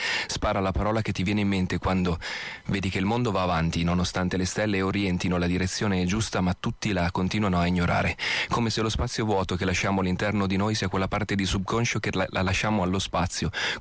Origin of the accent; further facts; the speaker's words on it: Fiesco, Lombardy, Italy; Arrivo da Fiesco, che è un piccolo paesino vicino a Castelleone, Crema, per chi dovesse riuscire a identificare questo puntino sulla mappa.